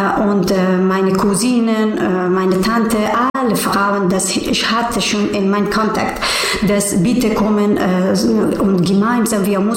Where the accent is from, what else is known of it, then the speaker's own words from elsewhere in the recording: Kabul, Afghanistan; German is a second language; Ich komme aus Afghanistan und ich geboren in Kabul, Hauptstadt von Afghanistan.